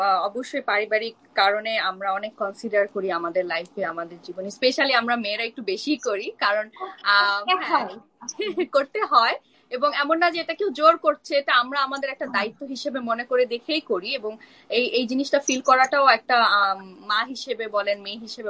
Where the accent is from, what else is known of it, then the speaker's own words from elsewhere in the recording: Bangladesh; moved away; আমার ছোটবেলা থেকে আমি যখন বাংলাদেশে ছিলাম, বড় হয়েছি